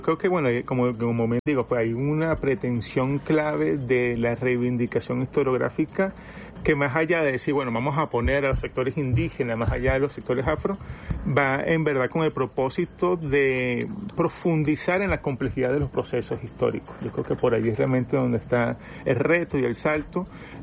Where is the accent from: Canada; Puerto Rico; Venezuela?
Venezuela; es un componente principal de lo que somos como venezolanos, de las identidades de lo que somos como venezolanos